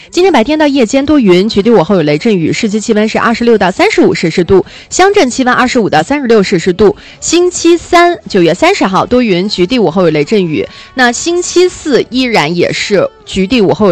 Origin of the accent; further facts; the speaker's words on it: northern China, China; 作为一个北方人，我真的实则是觉得非常非常的惭愧。就是在北方这么多年，但是从来都没有去过大兴安岭、小兴安岭。